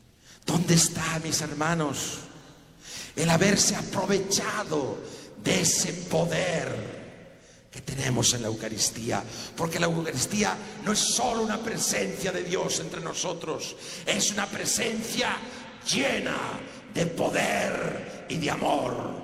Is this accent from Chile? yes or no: no; Spain; Sucedió en mi país, en España